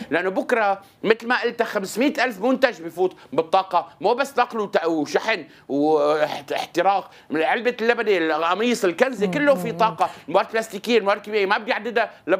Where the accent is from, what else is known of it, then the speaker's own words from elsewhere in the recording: Syria; هلا هذا الشيء بيؤدي إنه أنا كمواطن سوري عم أشعر بقلق